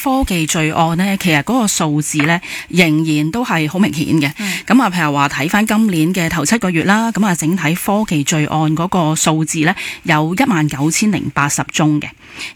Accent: Hong Kong; 我哋香港人咧，大部分咧都会使用WhatsApp 啦。

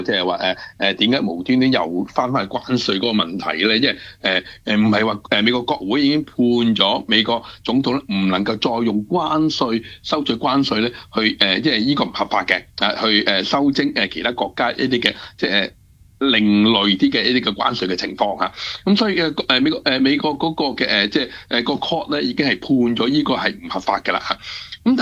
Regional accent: Canada; 我哋加拿大人

